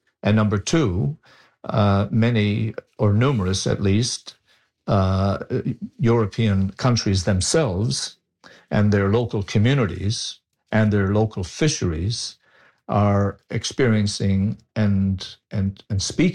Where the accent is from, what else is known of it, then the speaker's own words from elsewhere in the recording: Newfoundland and Labrador, Canada; what it seems to me as a Newfoundlander and somebody deeply concerned about our culture